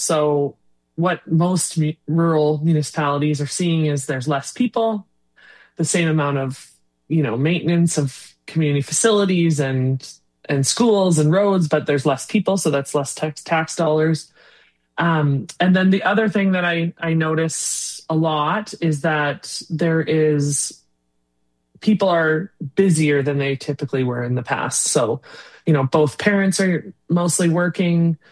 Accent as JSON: {"language": "English", "town": "Hazlet", "region": "Saskatchewan", "country": "Canada", "tie": "born or raised there", "said": "my base is in the village of Hazlett, which is my hometown and my pride and joy."}